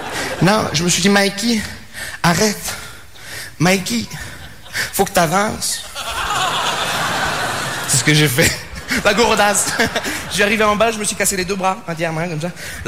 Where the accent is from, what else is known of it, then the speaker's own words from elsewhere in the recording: Montreal, Quebec, Canada; Bonsoir, je me présente … je viens de Montréal.